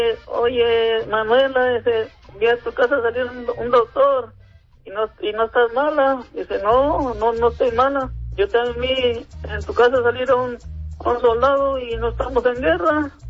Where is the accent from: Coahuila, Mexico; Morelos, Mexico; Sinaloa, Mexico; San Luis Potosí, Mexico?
San Luis Potosí, Mexico; Charcas; De acá de San Luis, de Charcas.